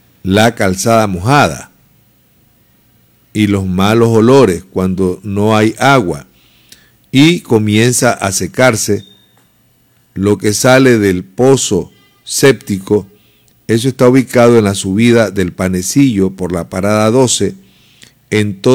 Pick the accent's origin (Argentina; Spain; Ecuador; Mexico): Ecuador; Esmeraldas